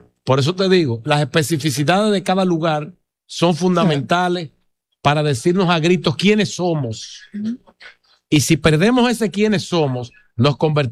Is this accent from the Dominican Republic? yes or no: yes; San Juan de la Maguana, San Juan, Dominican Republic; Yo nací en San Juan de la Maguana y para mí es mi pueblo